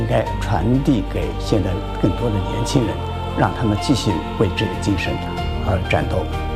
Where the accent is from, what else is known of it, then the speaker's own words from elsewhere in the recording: Chongqing, China; moved away; ，很开心听到重庆国际动画电影周在我家乡举办。